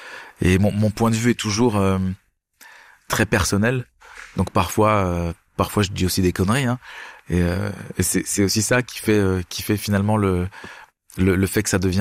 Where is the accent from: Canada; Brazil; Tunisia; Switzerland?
Switzerland; German-speaking Switzerland; Le seul moment où vraiment je me ressource, c'est quand je rentre chez moi en Suisse allemande.